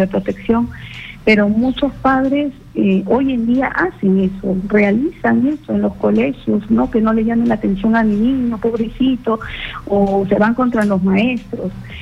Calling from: Chaclacayo, Lima, Peru; De Chaclacayo, ….

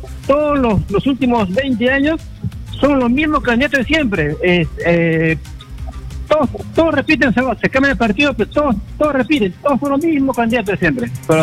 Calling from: Lima, Peru; yo estoy llamando de cerca de la radio, pero vivo en Villa María.

